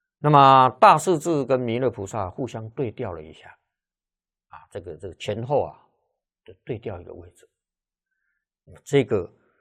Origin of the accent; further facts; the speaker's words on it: China; 这个就说明什么呢？我们中国人常讲的。